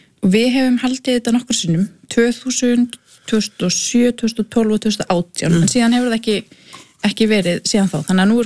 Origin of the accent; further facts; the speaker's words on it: Ísafjörður, Westfjords, Iceland; við erum nokkur frá Ísafirði sem að förum í ungmennaráð Norbusang fyrir hönd Íslands